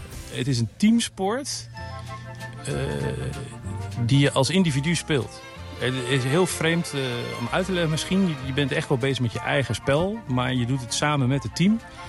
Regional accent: Deventer, Overijssel, Netherlands; also born or lived in Australia; now in Utrecht, Netherlands; Ja, ik kom uit Australië, maar ik ben in Deventer opgegroeid. Middelbare school hier ook allemaal gedaan.

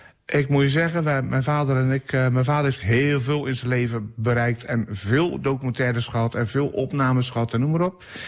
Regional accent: Dordrecht, South Holland, Netherlands; Ik ben eigenlijk een beetje gevlucht uit Dordrecht

